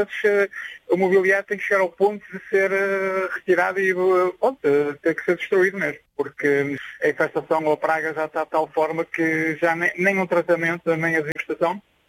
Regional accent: Vila Nova de Gaia, Porto, Portugal; Eu, Vila Nova de Gaia, Canelas.

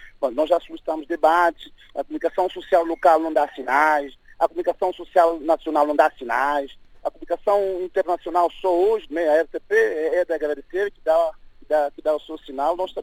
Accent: Príncipe, São Tomé & Príncipe; nós vivemos no Príncipe, nós somos do Príncipe

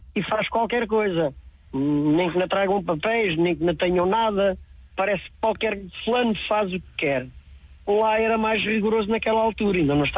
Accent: Abrantes, Santarém, Portugal; now in Portimão, Portugal; sou natural de Casais de Revelhos, Abrantes.

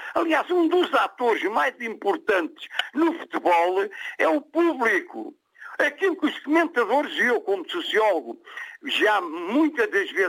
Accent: Torres Vedras, Lisbon, Portugal; born there; da minha terra, Torres Vedras

